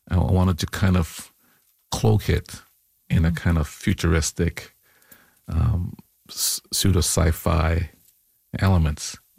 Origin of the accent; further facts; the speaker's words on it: Jamaica; born there; I mean, I was born in Jamaica, and so the idea of magic and reality operating on the same plane is not unusual for me.